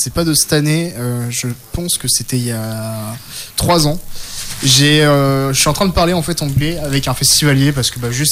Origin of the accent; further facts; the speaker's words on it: France; Enfin, c'est bon, je suis français, si t'as besoin de.